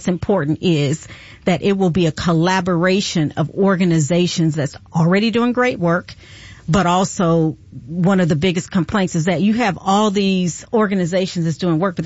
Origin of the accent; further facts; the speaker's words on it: Midwest, United States; now in Georgia, United States; We live in Georgia, so I'm from the Midwest.